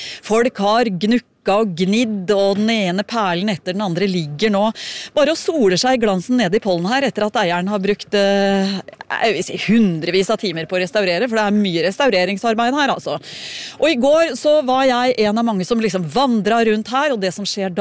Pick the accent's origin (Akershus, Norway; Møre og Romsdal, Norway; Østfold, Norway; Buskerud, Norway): Buskerud, Norway; Drammen; jeg er fra Drammen